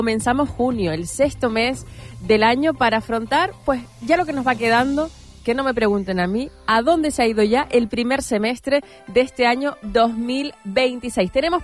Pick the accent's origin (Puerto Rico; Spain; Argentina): Spain; Canary Islands; Estamos rodeados de mar y en él, como canarios, encontramos nuestra escapatoria, nuestra diversión.